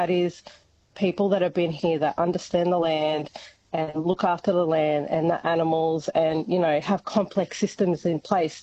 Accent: Lakes Entrance, Victoria, Australia; I actually went to Lakes Entrance Primary, so I'm originally from Lakes Entrance.

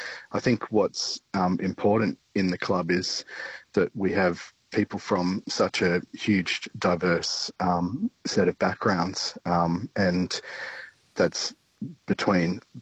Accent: Manly, New South Wales, Australia; moved away as an adult; now in Newcastle, Australia; Well, I grew up around the beach. I grew up in Manly and always had a lot to do with the beach when I was a kid.

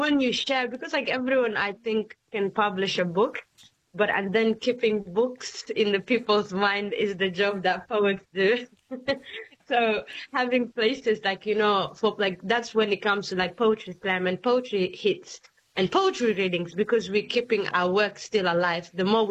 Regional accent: Somalia; now in Australia; I'm originally from Somalia, and that is the land of poets.

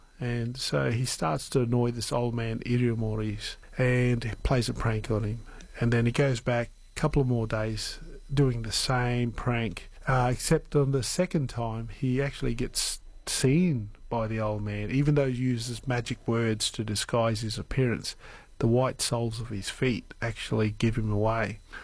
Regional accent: Cloncurry, Queensland, Australia; And I always thought back to growing up in Cloncurry, how we'd always have these great Indigenous stories, but none of them were Torres Strait.

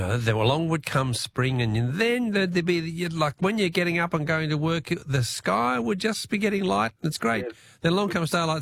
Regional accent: Tasmania, Australia; because I grew up in Tassie, as everyone knows, they were the first state in Australia to ever have it.

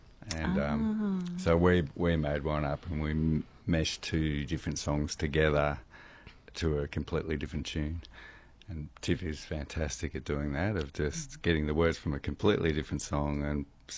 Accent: Melbourne, Victoria, Australia; now in Alice Springs, Australia; I'm from Melbourne originally, but I moved to Alice in 92.

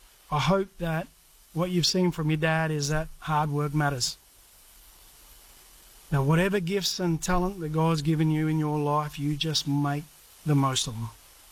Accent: New South Wales, Australia; something that I never imagined as that young kid growing up in Loombra, New South Wales.

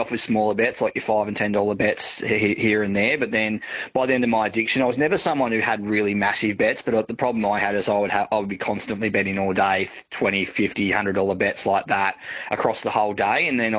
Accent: Tasmania, Australia; I'm from Tassie and grew up playing footy down here at a decent level and was playing around the older men at that time.

